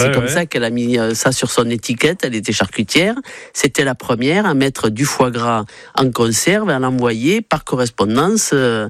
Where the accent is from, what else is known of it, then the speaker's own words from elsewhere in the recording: Gascony, France; Quand j'étais jeune en Gascogne, c'était vraiment l'entreprise du coin ouais.